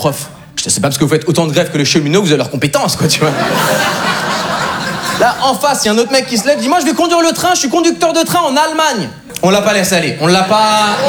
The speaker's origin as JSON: {"language": "French", "country": "Switzerland", "said": "Je savais, mec, je suis suisse, mais je suis pas la Suisse, en fait."}